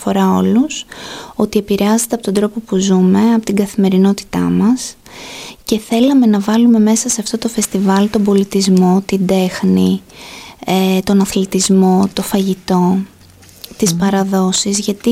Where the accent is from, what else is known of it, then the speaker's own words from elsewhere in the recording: Corinth, Peloponnese, Greece; now in Ioannina, Greece; εγώ, που είμαι από την Κόρινθο και έχτισα τη ζωή μου στα Γιάννενα